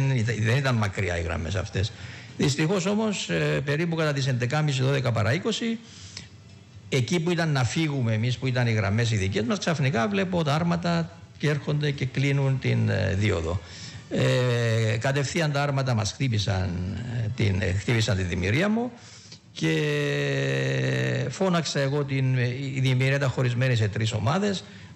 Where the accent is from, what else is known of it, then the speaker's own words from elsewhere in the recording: Kythrea, Nicosia District, Cyprus; moved away; από την Κυθρέα, από το χωριό μου